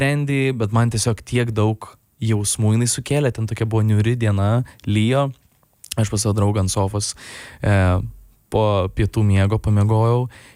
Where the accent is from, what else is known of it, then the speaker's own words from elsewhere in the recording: Kaunas, Kaunas County, Lithuania; Užaugau Kaune, Dainavos rajone.